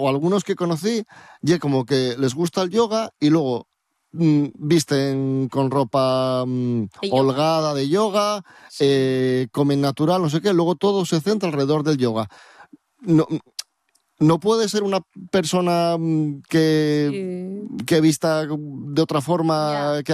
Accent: Asturias, Spain; me recuerda mucho a mi familia, a mis raíces y siendo asturiano y siendo de aquí, pues la lengua es parte de mi identidad, ¿no? Cuando escucho, o sea, cuando escucho a alguien hablar en asturiano, yo me siento en casa.

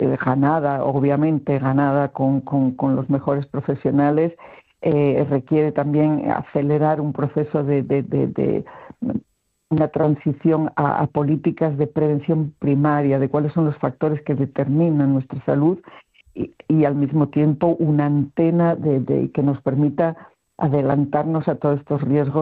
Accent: Asturias, Spain; Siendo asturiana y hablando con amigos asturianos

